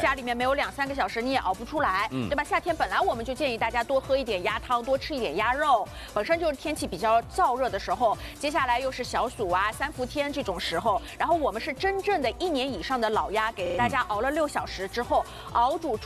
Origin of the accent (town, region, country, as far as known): Shanghai, China